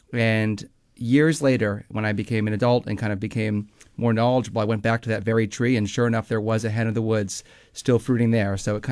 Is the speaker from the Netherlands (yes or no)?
no; Massachusetts, United States; as a boy, I grew up in Western Massachusetts on kind of a forested piece of land